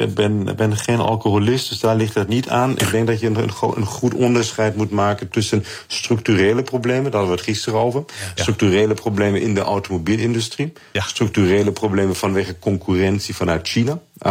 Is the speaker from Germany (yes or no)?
yes; Germany; Klinkt gek als een Duitser dat zegt